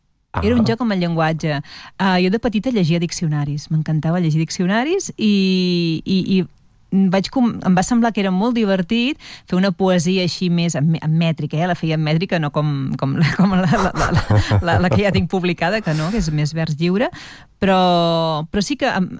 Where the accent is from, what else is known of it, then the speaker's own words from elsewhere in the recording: Vilafranca del Penedès, Catalonia, Spain; also born or lived in Barcelona; Vam marxar de Barcelona per feina, suposo, per feina del meu pare. Sí, vam anar a parar a Vilafranca del Penedès